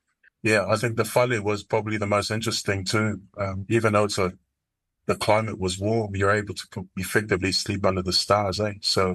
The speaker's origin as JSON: {"language": "English", "region": "Auckland", "country": "New Zealand", "tie": "born or raised there", "said": "So I was born in South Auckland, Otago, and we grew up in a flat."}